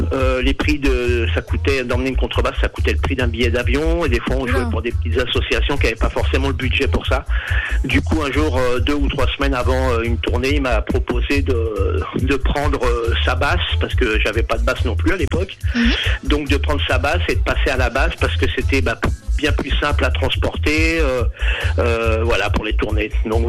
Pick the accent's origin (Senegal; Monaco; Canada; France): France; Étampes, Île-de-France; dans mon bled à Étampes, en banlieue de Paris